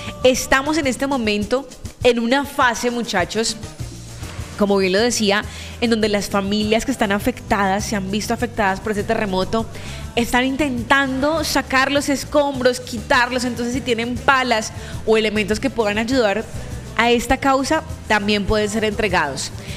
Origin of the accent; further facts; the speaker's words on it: Colombia; somos colombianos.